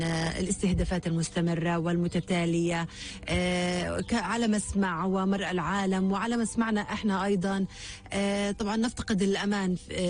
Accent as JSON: {"language": "Arabic", "region": "Gaza Strip", "country": "Palestine", "said": "لنا احنا كفلسطينيين لقطاع غزة"}